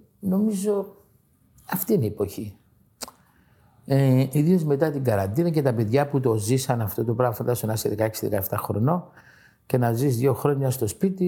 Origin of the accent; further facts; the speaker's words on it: Greece; Και ένα πρόβλημα που είχαμε εμείς σαν Έλληνες που δεν το ξέραμε το μουσχάρι.